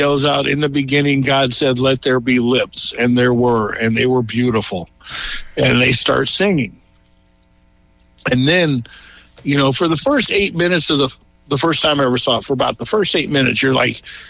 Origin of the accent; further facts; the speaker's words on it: Las Vegas, Nevada, United States; everybody out there knows I'm from Las Vegas. I live in Las Vegas and everything like that.